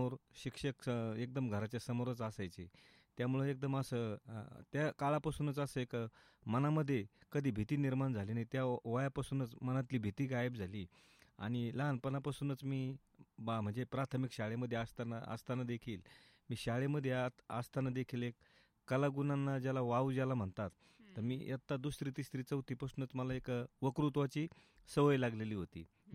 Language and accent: Marathi; Maharashtra, India; also born or lived in Shiregaon, Nevasa taluka; बालपण हे माझ्या मूळ जे माझं गाव आहे मौजे वांजुळपोळी तालुका राहुरी ह्या गावामध्येच गेलं। आणि माझं तसं जन्म ठिकाण हे नेवासा तालुक्यातील शिरेगाव गाव आहे। आणि जे माझं म्हणजे आईचं जे माहेर आहे ते शिरेगाव